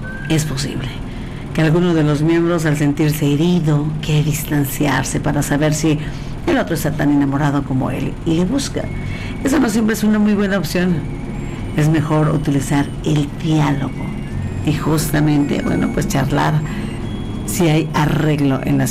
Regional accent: Mexico

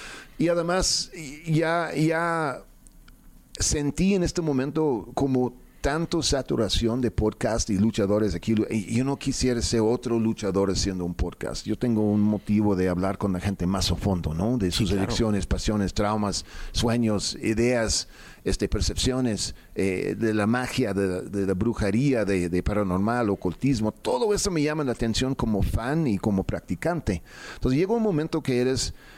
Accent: Mexico City, Mexico; Soy chilango con acento, pues, ¿yo qué hago, no?

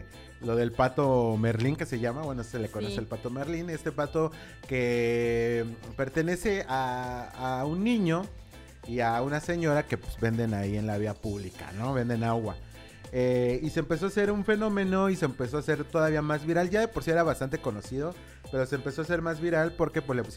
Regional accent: Mexico

